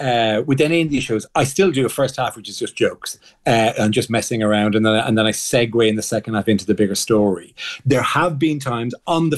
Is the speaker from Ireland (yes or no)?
yes; Ireland; being Irish